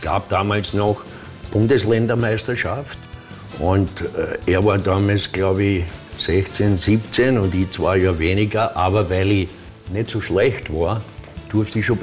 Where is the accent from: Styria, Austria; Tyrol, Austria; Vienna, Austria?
Vienna, Austria; Simmering; Ich bin aufgewachsen in Simmering.